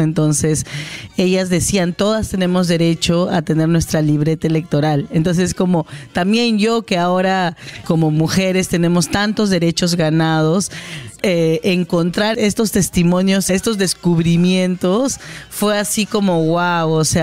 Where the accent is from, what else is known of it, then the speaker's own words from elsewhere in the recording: Peru; como buenos peruanos solemos también exagerar.